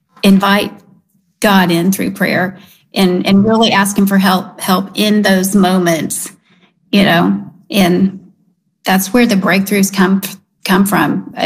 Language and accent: English; Oklahoma, United States; Well, I'm an Oklahoman bred through and through. I even have an eighth of a Cherokee, native Cherokee, in our family.